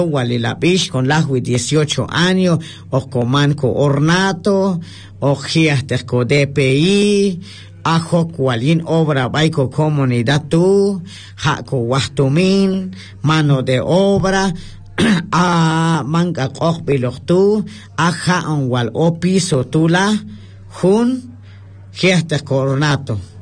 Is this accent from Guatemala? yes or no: yes; Guatemala; Entonces somos personas qu